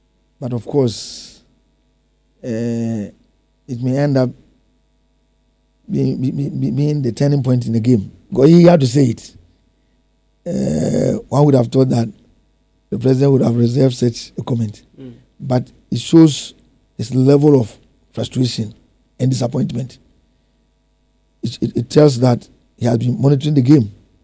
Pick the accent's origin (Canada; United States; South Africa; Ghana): Ghana; Sekyere South District, Ashanti; now in Kumasi, Ghana; Well, I am from Asamai and Yamwasi. My mother is from Asamai and Yamwasi, all both in the Sechere South District. And our capital is Aguna. Our constituency is Efija Sechere East.